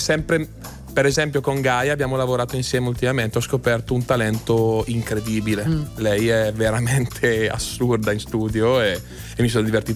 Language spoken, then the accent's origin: Italian; Bergamo, Lombardy, Italy; Io sono molto più pragmatico anche da bergamasco